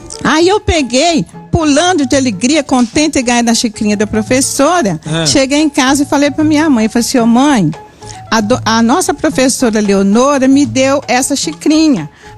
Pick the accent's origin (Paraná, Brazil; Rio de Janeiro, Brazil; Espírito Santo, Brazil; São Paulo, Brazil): Espírito Santo, Brazil; Itapemirim; Eu sou de Iriri, Timirim, Espírito Santo. Sou capixaba de pai e mãe.